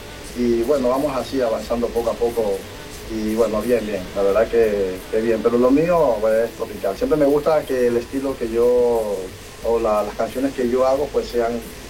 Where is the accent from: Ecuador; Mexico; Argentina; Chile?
Ecuador; now in Spain; soy ecuatoriano de corazón.